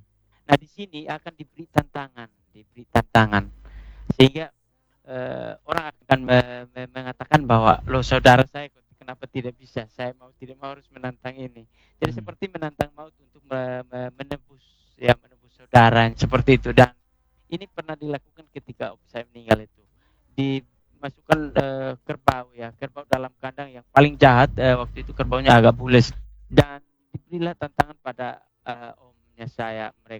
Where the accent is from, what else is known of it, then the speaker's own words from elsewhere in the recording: East Nusa Tenggara, Indonesia; istilah orang-orang kami orang Atun itu bilang klis.